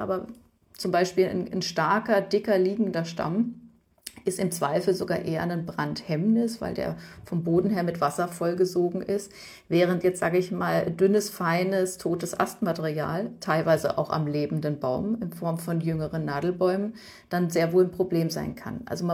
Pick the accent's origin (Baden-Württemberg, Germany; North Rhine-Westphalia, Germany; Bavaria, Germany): Baden-Württemberg, Germany; Freiburg; ich komme ja aus Freiburg